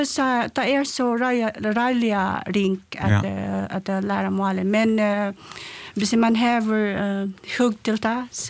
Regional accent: Philippines; Swedish is a second language; now in Sweden; jag är från Filippinerna. Mm-hmm. Ja, och jag bor här i förrän 4 år nu.

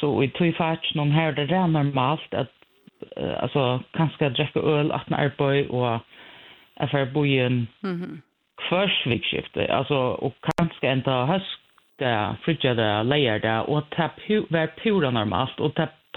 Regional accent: Klaksvík, Faroe Islands; Swedish is a second language; och jag kommer från Klagsvik. Jag är 48

